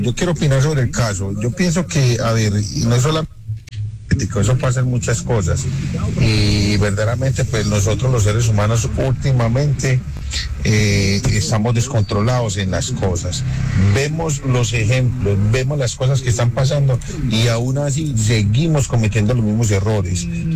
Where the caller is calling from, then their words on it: Colombia; seguimos siendo esos indios colombianos